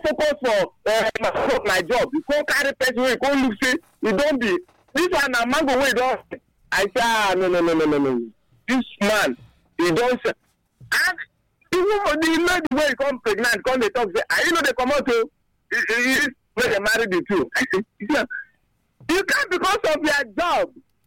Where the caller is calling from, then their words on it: Abakaliki, Ebonyi, Nigeria; Right. I'm from Abakli Kebel State.